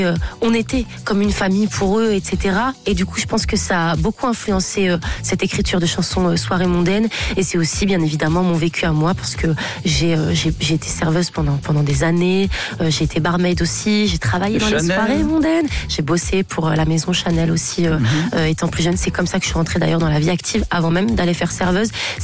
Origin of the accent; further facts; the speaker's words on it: Nice, Provence-Alpes-Côte d'Azur, France; Moi, j'ai grandi à Nice. Mon père a un bar à Nice.